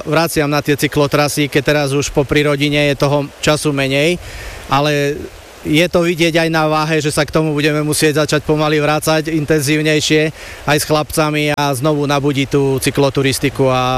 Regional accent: Motyčky, Banská Bystrica Region, Slovakia; Tak je to moja rodná dedina, kde som od malička rástol

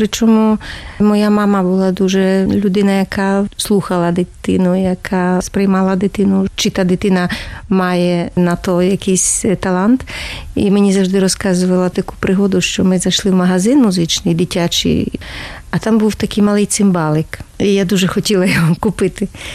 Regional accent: Rivne, Rivne Oblast, Ukraine; born there; Народилася на Україні, в місті Рівному.

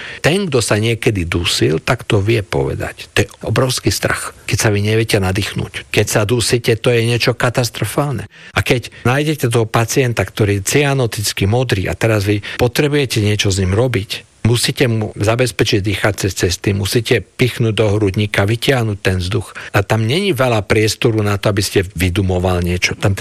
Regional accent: Košice, Košice Region, Slovakia; Á, tak ja som Košičan.

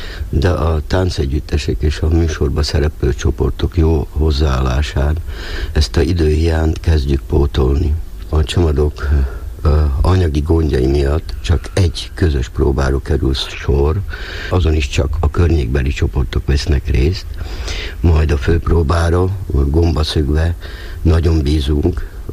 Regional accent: Hungary; now in Australia; Frau Lurz azt mondta, én csehszlovák vagyok. Ha mondtam, egy maradna tévedés, én magyar vagyok.

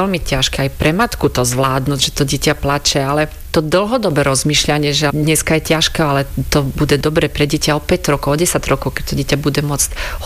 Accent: Croatia; Slovak is a second language; now in Slovakia; ja ako Chorvátka z Chorvátska pri mori

